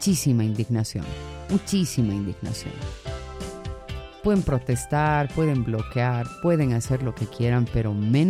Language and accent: Spanish; Bolivia; tengamos la oportunidad de sanar como hermanos bolivianos que somos.